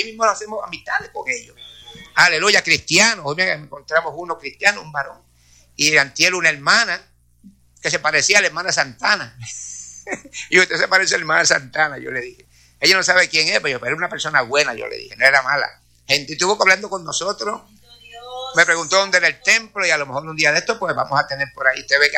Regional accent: Puerto Rico; Porque yo cuando vine de Puerto Rico, yo era pastor y sigo siendo pastor

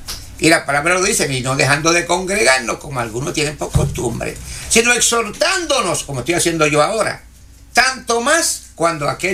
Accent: Puerto Rico; moved away; Yo le cuento a ustedes que yo vine de Puerto Rico. Y cuando yo vine de Puerto Rico, yo dije, Dios me mandó aquí a fundar una obra.

